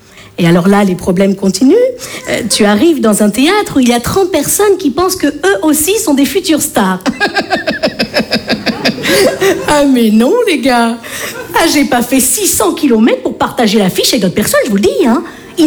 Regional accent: Bordeaux, Nouvelle-Aquitaine, France; Alors, je me présente … je viens de Bordeaux.

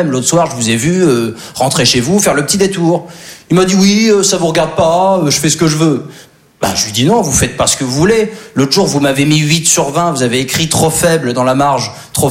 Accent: Normandy, France; Alors moi, je suis originaire de Basse-Normandie.

